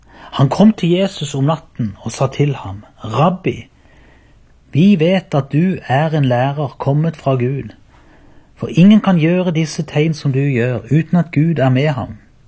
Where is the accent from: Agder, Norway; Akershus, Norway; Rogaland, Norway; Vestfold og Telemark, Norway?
Agder, Norway; Byremo